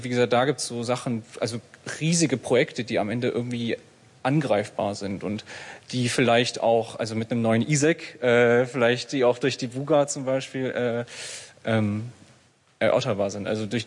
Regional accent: Leipzig, Saxony, Germany; da ich Leipziger bin. Also ich wurde in Leipzig geboren, ich bin dort aufgewachsen.

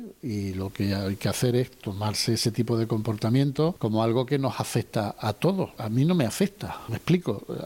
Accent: Melilla, Spain; lo que nos afecta es a todos los melillenses

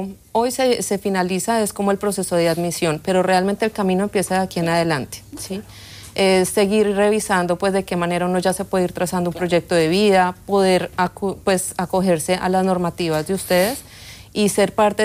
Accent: Colombia; Catalan is a second language; soc de Colòmbia.

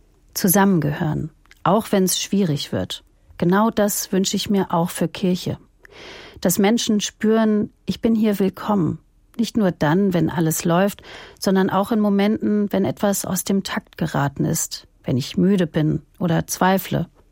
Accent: Hamburg, Germany; now in Dietzenbach, Germany; Nach einer kurzen Dortmund-Fanphase in meiner Kindheit war für mich als Hamburgerin schnell klar, Hamburg ist braun-weiß.

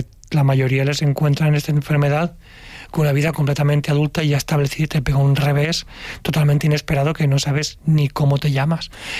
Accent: Valencia, Valencian Community, Spain; yo soy de Valencia, aquí en Valencia

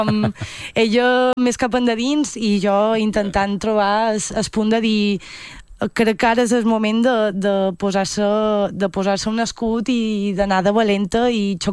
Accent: Marratxí, Balearic Islands, Spain; Jo soc de Marratxí, però faig molta vida a Palma.

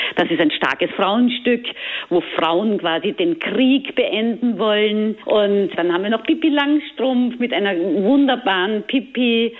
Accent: Vienna, Austria; now in Bad Hersfeld, Germany; Und wie man an meiner Sprache hört, bin ich ja auch Österreicherin, Wienerin sogar.

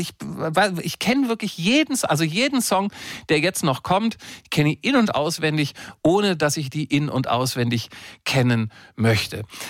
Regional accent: Lower Saxony, Germany; born there; Ich bin in Niedersachsen geboren worden, Ende der 60er Jahre, meine Eltern hatten kein Geld

